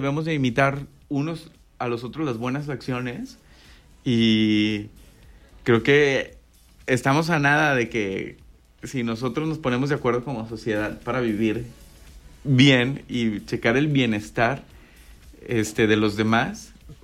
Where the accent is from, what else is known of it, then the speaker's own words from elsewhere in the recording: Mexico; entre nosotros como mexicanos